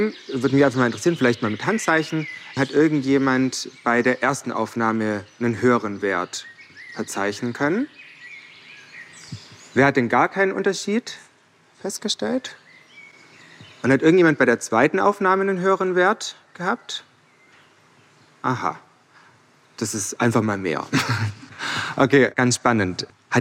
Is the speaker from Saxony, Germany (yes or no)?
no; Baden-Württemberg, Germany; Also wenn ich an meine Kindheit denke, ich bin auf der Schwäbischen Alb groß geworden.